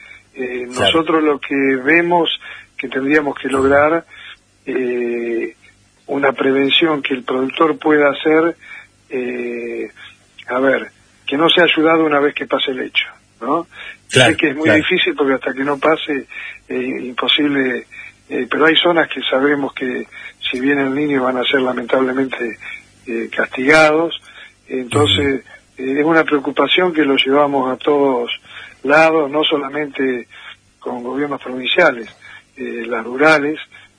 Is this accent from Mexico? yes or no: no; Argentina